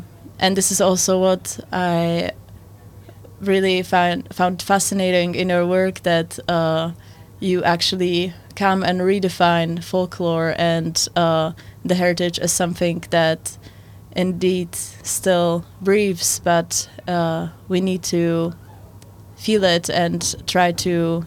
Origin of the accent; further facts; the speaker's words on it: Bratislava, Bratislava Region, Slovakia; moved away as an adult; now in Netherlands; I grew up in Slovakia, born and raised there, in Bratislava.